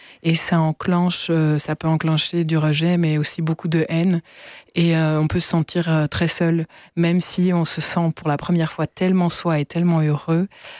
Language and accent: French; Verviers, Wallonia, Belgium; now in Brussels, Belgium; moi je viens de Verviers